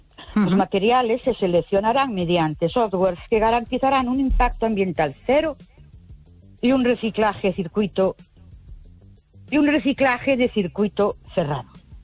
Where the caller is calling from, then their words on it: Ourense, Galicia, Spain; de Ourense.